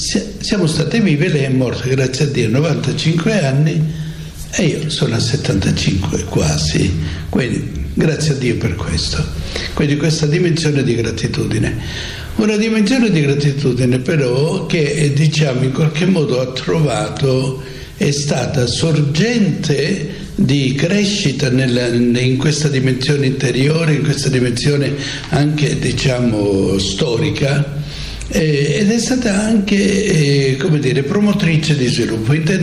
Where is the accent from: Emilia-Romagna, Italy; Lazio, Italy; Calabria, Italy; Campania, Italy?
Calabria, Italy; Santa Severina; perché da bambino sono cresciuto a Santa Severina.